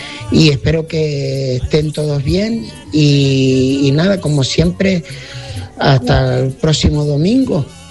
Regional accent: Tejina, Canary Islands, Spain; el de Tejina.

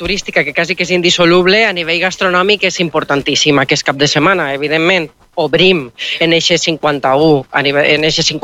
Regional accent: Gandia, Valencian Community, Spain; Arribar a qualsevol part del territori nacional, que això m'ha passat a mi, i preguntar, i dir, no, vinc de Gandia. Ah, la Fideuà.

